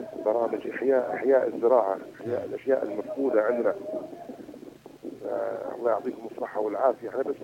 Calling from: Al Mahrah, Yemen; عندنا في حضرموت وفي المهرة

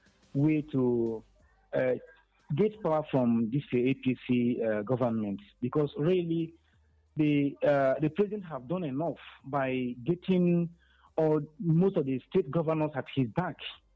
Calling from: Enugu, Enugu State, Nigeria; I'm calling you from Enugu.

